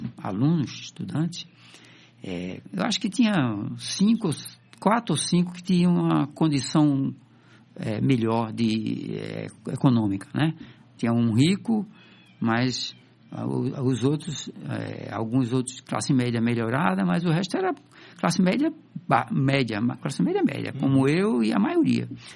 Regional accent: Recife, Pernambuco, Brazil; eu sou daqui do Recife, certo? Na verdade, eu nasci em Recife, mas meus pais são do interior, de Jaboatão, tá? Minha mãe era de Jaboatão, meu pai era do Cabo, mas ele era uma pessoa de famílias simples

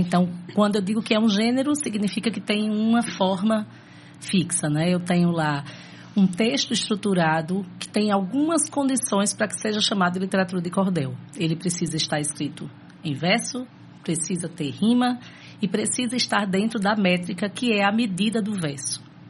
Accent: Campina Grande, Paraíba, Brazil; Eu sou pedagoga, mas eu sou de Campina Grande, na Paraíba, onde a literatura de cordel ainda é muito forte, né?

